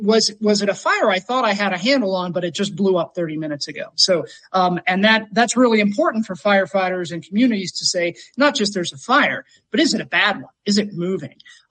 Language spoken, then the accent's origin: English; Gulf Coast, United States; born or raised there